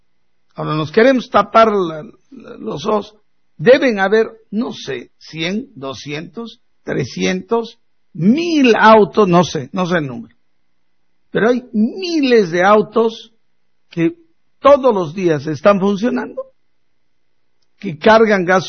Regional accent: Bolivia; Entonces, ¿por qué nos gusta mentirnos como bolivianos?

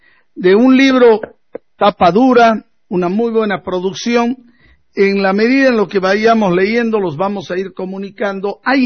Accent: Tarija, Bolivia; Los tarijeños no estamos diciendo

